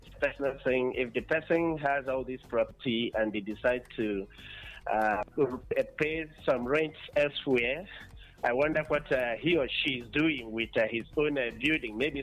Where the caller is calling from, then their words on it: Borno, Nigeria; I'm calling in from Akeze Borno State.